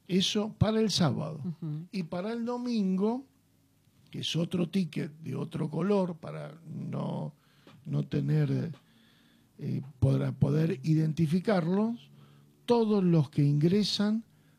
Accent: Argentina; fue lo que nos hizo argentinos. La escuela pública, nos hizo argentinos.

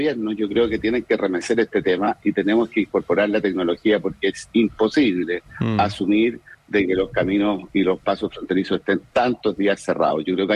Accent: Los Andes, Valparaíso, Chile; los que nacimos acá en los Andes, yo nací en los Andes hace muchos años, muchos más años que tú, crecimos en los años 70, 80

